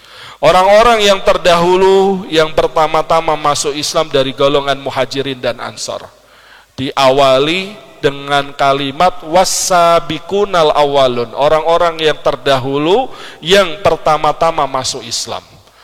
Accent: Surakarta, Central Java, Indonesia; kira-kira kita orang Solo ya

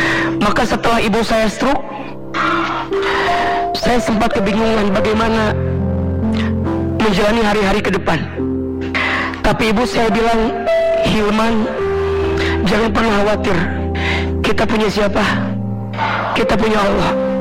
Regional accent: Garut, West Java, Indonesia; Saya bilang, "Gak mungkin mah, kita orang Garut. Garut ke Jakarta dulu 8 jam, 7 jam. Rasanya gak mungkin."

